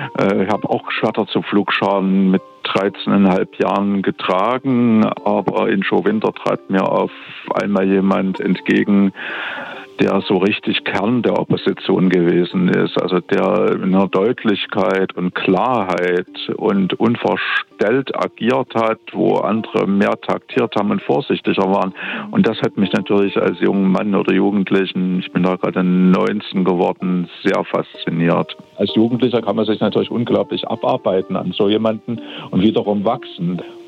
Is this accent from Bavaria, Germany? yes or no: no; Dresden, Saxony, Germany; born there; Ich bin ja kein Thüringer. Ich bin ja gebürtiger Dresdner